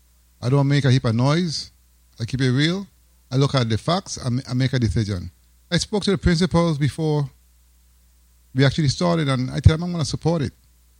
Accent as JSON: {"language": "English", "region": "St. Croix", "country": "U.S. Virgin Islands", "tie": "born or raised there", "said": "I grew up right next to the track. I grew up in Nada. I'm a Nada man."}